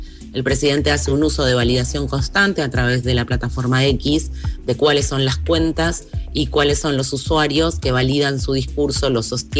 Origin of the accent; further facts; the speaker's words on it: Neuquén, Argentina; born there; nací en 1979 en Neuquén, en la Patagonia Argentina.